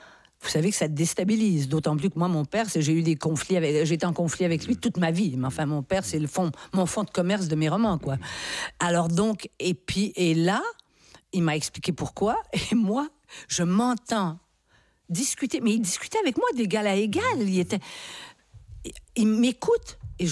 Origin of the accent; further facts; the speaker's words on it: Quebec, Canada; Oui, nous sommes des Nord-Américains. Ça je m'en suis rendu compte en arrivant ici.